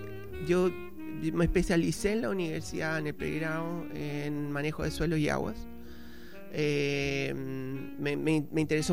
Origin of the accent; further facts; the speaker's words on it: Peumo, O'Higgins, Chile; also born or lived in San Vicente de Tagua Tagua; yo soy oriundo de la ciudad de Peumo, en la región de O'Higgins. Estudié en San Vicente de Tahuatahua, en un colegio que se llama Colegio El Salvador.